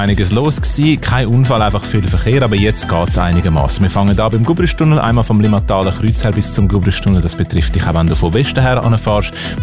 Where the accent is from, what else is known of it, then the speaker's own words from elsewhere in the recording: Aargau, Switzerland; Als Aargauer